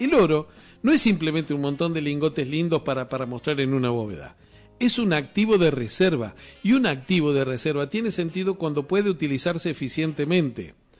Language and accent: Spanish; Argentina; estamos en la Argentina